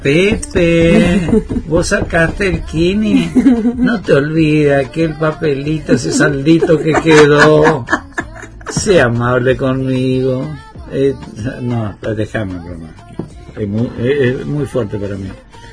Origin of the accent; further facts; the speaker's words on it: Corrientes, Argentina; Yo soy correntino